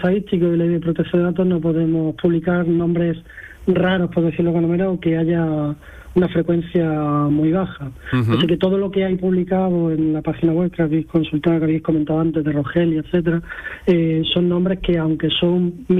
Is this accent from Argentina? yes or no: no; Granada, Andalusia, Spain; Es un nombre típico en mi ciudad, Granada. Yo soy nacido en Granada.